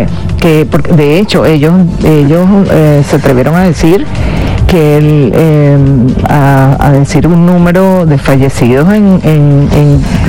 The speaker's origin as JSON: {"language": "Spanish", "country": "Venezuela", "said": "porque todos somos venezolanos, ¿no?"}